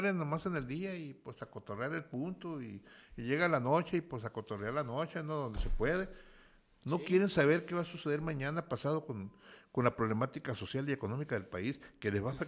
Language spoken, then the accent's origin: Spanish; Mexico